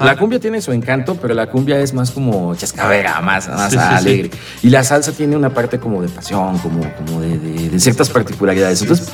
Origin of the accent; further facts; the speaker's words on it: Mexico City, Mexico; moved away; vengo de la Ciudad de México